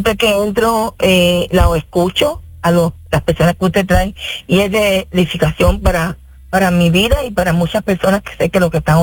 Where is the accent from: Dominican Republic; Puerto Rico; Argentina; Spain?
Puerto Rico; moved away; me hizo recordar mi niñez y mi juventud en Puerto Rico